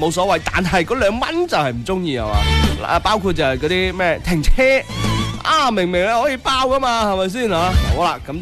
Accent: Guangdong, China; 我哋广东人好务实㗎

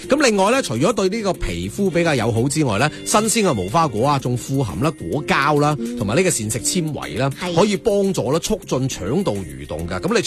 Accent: Guangdong, China; 就即係第三种亦都系属于我哋老广经常用嘅做法嚟㗎啦。

